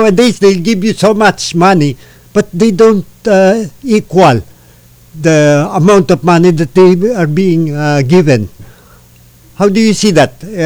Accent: Philippines; although I'm a Filipino

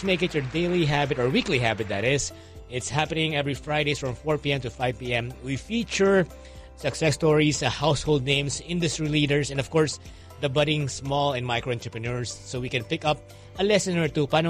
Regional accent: Valenzuela, Metro Manila, Philippines; Of course, these guys come from my hometown, ha? Taga Marulas, Valenzuela, itong mga to.

